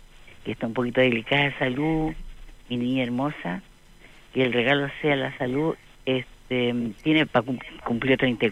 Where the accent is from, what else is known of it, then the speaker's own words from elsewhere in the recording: Valparaíso, Chile; yo soy de Valparaíso, así que el Cerro Barón, escuela número 41, República del Brasil.